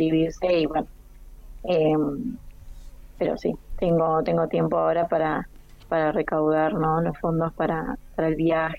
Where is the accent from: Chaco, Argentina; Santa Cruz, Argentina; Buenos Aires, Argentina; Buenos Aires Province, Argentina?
Santa Cruz, Argentina; Caleta Olivia; born there; Mis papás no, yo y mis hermanos sí, nacimos todos en Caleta.